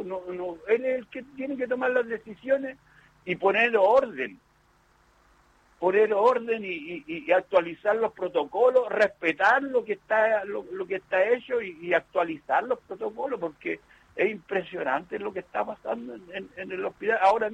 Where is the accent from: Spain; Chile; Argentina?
Chile